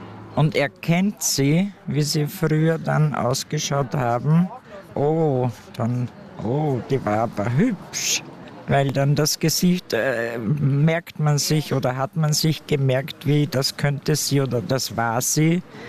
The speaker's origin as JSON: {"language": "German", "town": "Mitterpullendorf", "region": "Burgenland", "country": "Austria", "said": "So wie ich bin ja aus Mitterbullendorf und ich habe ja die Leute gekannt."}